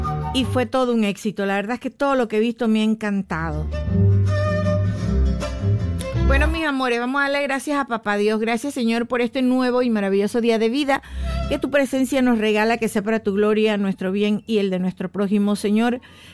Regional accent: Monagrillo, Herrera, Panama; born there; mi tierra, de mi tierrita hermosa, Monagrillo.

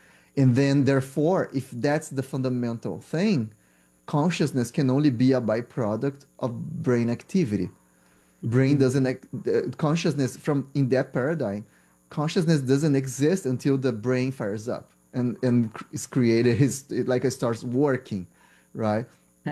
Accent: Brazil; English is a second language; because I'm from Brazil, and Brazil medical school is undergrad.

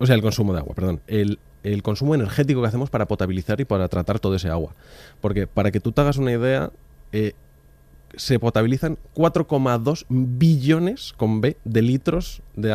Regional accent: Madrid, Community of Madrid, Spain

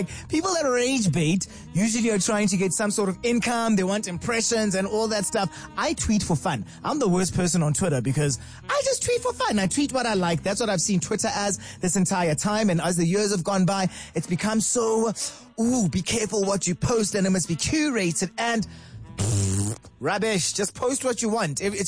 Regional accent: Bethlehem, Free State, South Africa; Don't go to Bethlehem, my hometown

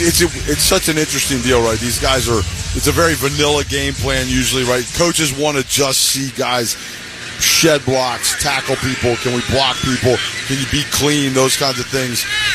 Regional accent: Virginia Beach, Virginia, United States; I grew up in Virginia Beach, Virginia.

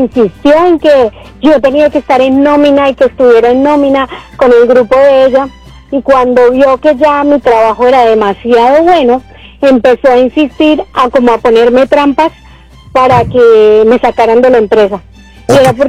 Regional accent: Colombia; Buenos días … la colombiana, no se les olvide.

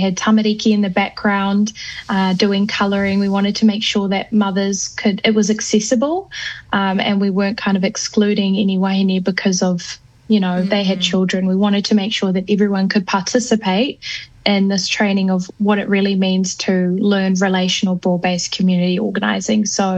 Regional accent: Auckland, New Zealand; Born and raised in West Auckland, so I'm a proud Westie.

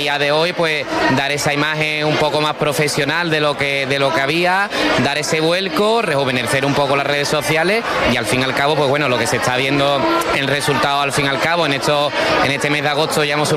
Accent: Sanlúcar de Barrameda, Andalusia, Spain; somos de Sanlúcar

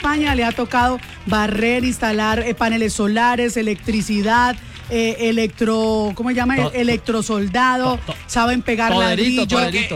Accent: Colombia; Sí, así somos los colombianos, somos los únicos en el mundo entero.

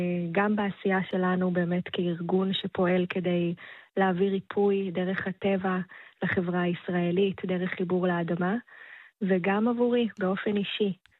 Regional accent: Jerusalem, Jerusalem District, Israel; now in Tel Aviv, Israel; אני עירונית, אני במקור מירושלים, אבל אני גדלתי בירושלים בשכונת האסבסטונים, זה היה אזור של עבודי אוניברסיטה. והיא הייתה כמו קיבוץ בהר הצופים, והייתי מוקפת בעצים ובטבע

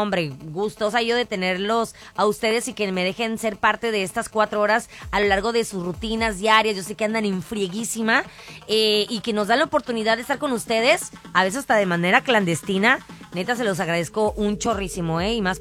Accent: Mexicali, Baja California, Mexico

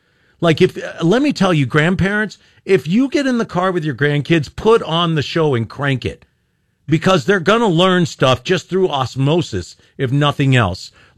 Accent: Kentucky, United States; I'm from Kentucky, and I always felt there was some weird thing that everyone from Kentucky loved

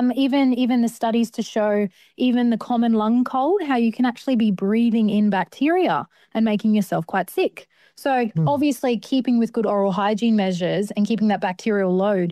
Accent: Darwin, Northern Territory, Australia; moved away as an adult; now in Adelaide, Australia; Yeah, so I was born and raised up in Darwin for majority of my life until I made my travels down to Kaurna country in Adelaide to start my studying journey a little bit more.

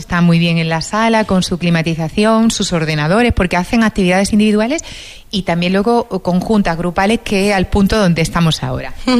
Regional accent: Huelva, Andalusia, Spain; que para eso somos de aquí, de Huelva.

